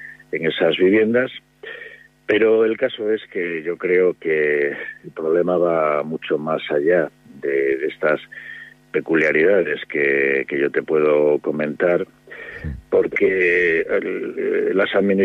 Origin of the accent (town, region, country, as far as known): Spain